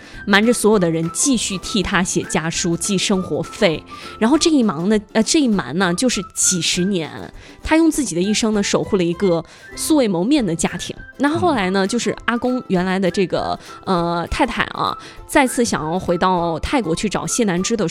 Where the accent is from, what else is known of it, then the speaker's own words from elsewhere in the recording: Shantou, Guangdong, China; 我的老家澄海是红头船的故乡。